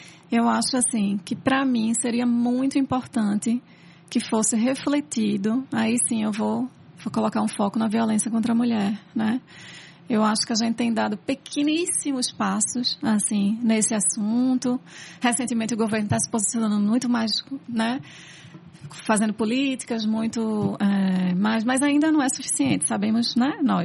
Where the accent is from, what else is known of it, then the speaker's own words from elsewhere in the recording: Northeast Region, Brazil; also born or lived in São Paulo; Orgulho de ser nordestina